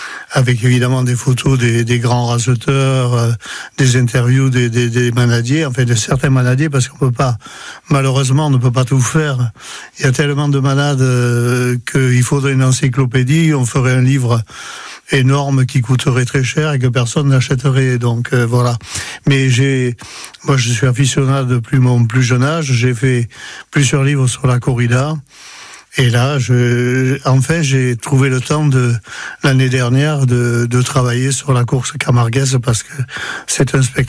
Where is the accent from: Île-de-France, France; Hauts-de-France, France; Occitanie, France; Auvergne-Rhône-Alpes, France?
Occitanie, France; born there; Déjà, moi, je suis né en Cévennes. Bon, je suis né plus haut, en Pays de Mines.